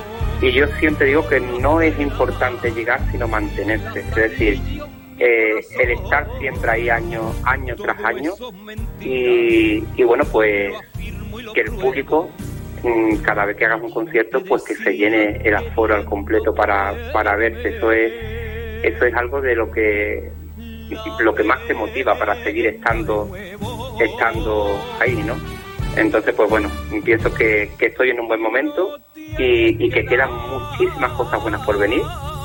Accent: Algeciras, Andalusia, Spain; sí me siento profeta en mi tierra, porque he sido pregonero de la feria, de la Semana Grande de aquí de Algeciras, de la Feria de Algeciras

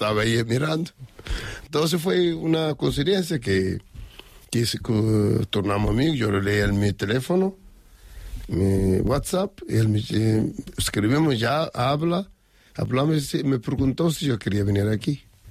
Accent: Cape Verde; Spanish is a second language; Yo estoy aquí ahora por conocimiento de mi amigo, que nos conocemos ahí en mi tierra, en Cabo Verde, en el pueblo, pues conocemos la vila. Pues si hablo español, yo también hablo español un poco.

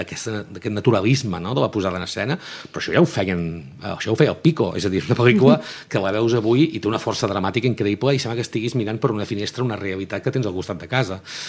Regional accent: Girona, Catalonia, Spain; perquè es basa en una època que vaig viure de petit, a la ciutat meva, jo sóc de Girona

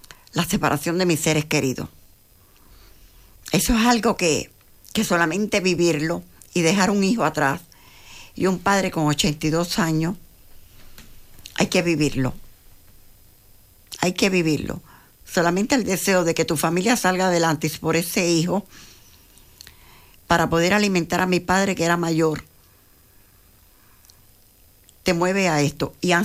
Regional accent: Cuba; moved away; Vivíamos y yo no quería vivir en Cuba. Realmente no quería vivir, no porque no amara mi tierra, porque la amo mucho y la extraño.

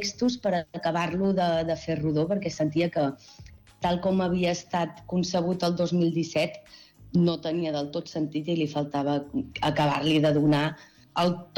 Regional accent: Santa Coloma de Queralt, Catalonia, Spain; also born or lived in Igualada; jo vinc de Santa Coloma de Queralt i d'Igualada, i allà no es feia servir tampoc

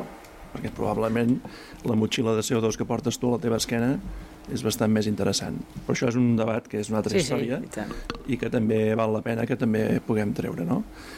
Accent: Barcelona, Catalonia, Spain; els que som de la Sagrada Família

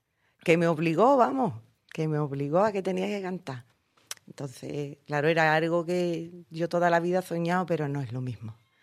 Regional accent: El Puerto de Santa María, Andalusia, Spain

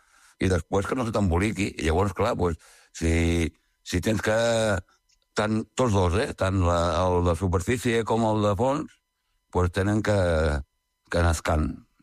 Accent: Vilanova i la Geltrú, Catalonia, Spain; soc de Vilanova

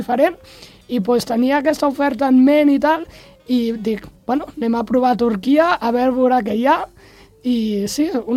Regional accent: Montblanc, Catalonia, Spain; Ja t'ho dic jo, que vinc de Montblanc.

